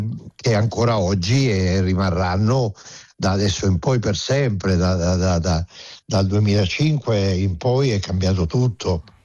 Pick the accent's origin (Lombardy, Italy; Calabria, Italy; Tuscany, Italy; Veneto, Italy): Calabria, Italy; perché poi sono un calabrese, tu lo sai, calabresi, poi sono un calabrese salesiano.